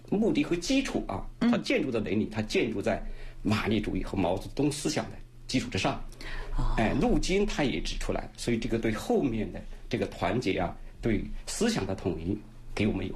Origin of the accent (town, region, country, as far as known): China